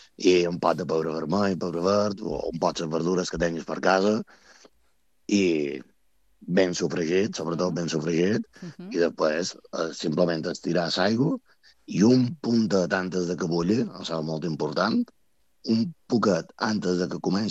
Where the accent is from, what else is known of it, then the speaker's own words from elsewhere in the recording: Ciutadella, Balearic Islands, Spain; nosaltres som de Menorca, Ciutadella, poble petit, entre cometes, tots mos coneixem.